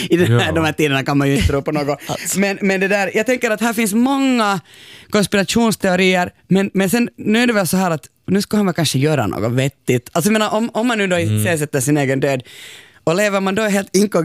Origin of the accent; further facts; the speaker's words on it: Uusimaa, Finland; accent: Nyland dialect; Ja, jag talar ju nyländska, men det gör vi ju alla.